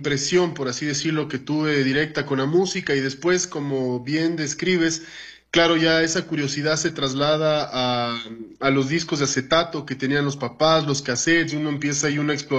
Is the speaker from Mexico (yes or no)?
no; Ecuador; como sociedad, como comunidad, como ecuatorianos, que es nuestra cultura, nuestras costumbres.